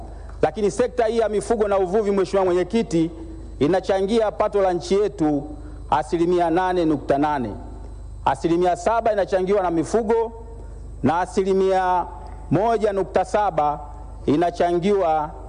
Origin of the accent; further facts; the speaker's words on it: Uyui District, Tabora, Tanzania; mimi natokea wilaya ya Uyui ambayo humo humo linapatikana jimbo langu la Igalula mheshimiwa mwenyekiti, ambao mimi naishi pamoja na wananchi wangu wa jimbo la Igalula.